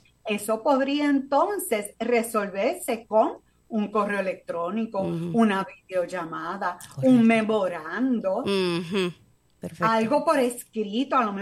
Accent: Puerto Rico; Sabemos, todos somos puertorriqueños, ¿verdad?

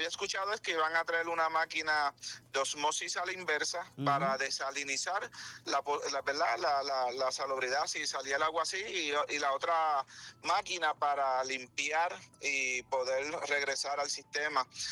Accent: Puerto Rico; todos somos puertorriqueños, creamos en una cosa o en otra, somos puertorriqueños y todos los que queremos lo mejor para Puerto Rico.

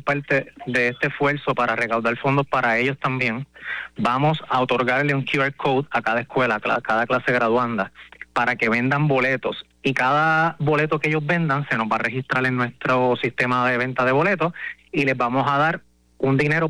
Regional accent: Caguas, Puerto Rico; yo soy de Cagua, yo siempre he sido acá criollo toda la vida

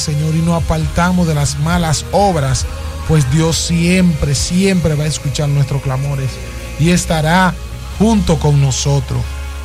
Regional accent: Dominican Republic

